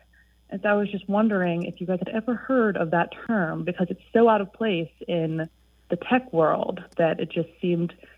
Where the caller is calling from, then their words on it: Savannah, Georgia, United States; I'm calling from Savannah, Georgia.